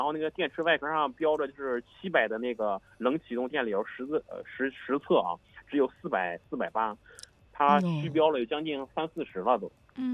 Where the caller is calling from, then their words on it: Chengdu, Sichuan, China; 就是我是成都的